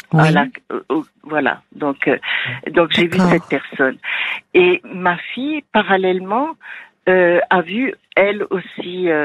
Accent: Toulouse, Occitanie, France; vous savez.

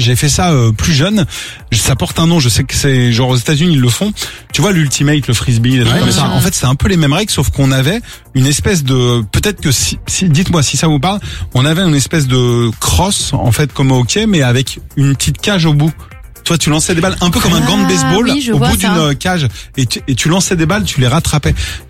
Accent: Pays de la Loire, France; moi j'ai grandi en Vendée et dans mon école souvent on voulait faire des sports cool

